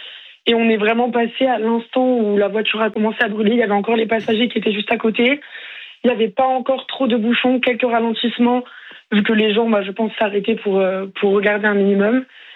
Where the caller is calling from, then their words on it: Toulouse, Occitanie, France; moi j'habite à Toulouse.